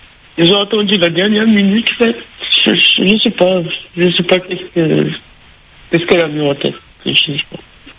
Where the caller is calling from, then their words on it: Le Tampon, Réunion, France; je suis chez moi au tampon.